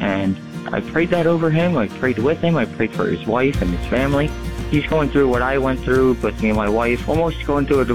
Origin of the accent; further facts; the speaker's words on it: Reading, Pennsylvania, United States; I'm from Reading, Pennsylvania.